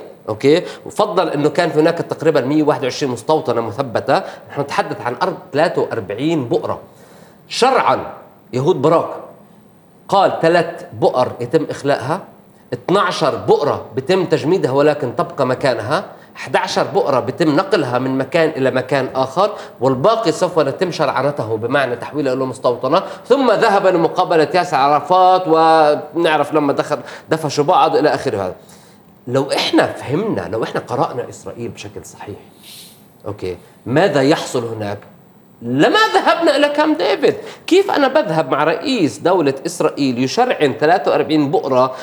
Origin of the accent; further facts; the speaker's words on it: Palestine; نحن كفلسطينيين